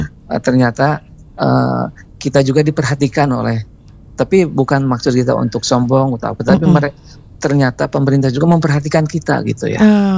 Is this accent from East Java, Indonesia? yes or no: no; West Java, Indonesia